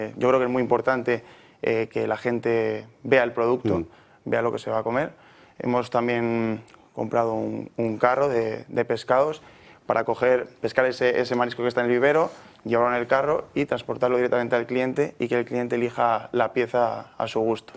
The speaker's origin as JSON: {"language": "Spanish", "region": "Galicia", "country": "Spain", "tie": "born or raised there", "moved": "yes", "lives_now": "Madrid, Spain", "said": "como mi pueblo, Pudenza, que es un pueblito del interior que es precioso."}